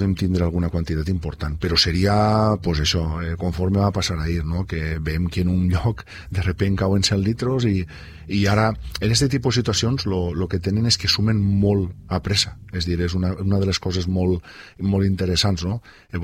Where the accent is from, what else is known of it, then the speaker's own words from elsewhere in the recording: La Vilavella, Valencian Community, Spain; now in Benicàssim, Spain; visc en Benicàssim, encara que soc de Vilavella, però visc en Benicàssim